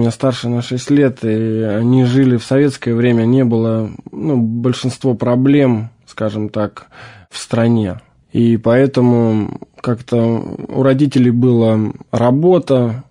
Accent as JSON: {"language": "Russian", "town": "Nevskaya Dubrovka", "region": "Leningrad Oblast", "country": "Russia", "tie": "born or raised there", "said": "мне 27 лет, я родился и вырос в Ленинградской области, 30 километров от Санкт-Петербурга, в небольшом поселке городского типа, назывался он Невская Дубровка и сейчас называется."}